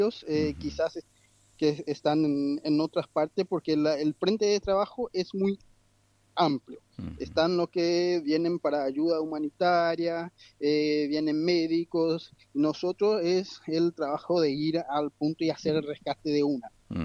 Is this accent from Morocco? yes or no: no; Paraguay; yo como paraguayo.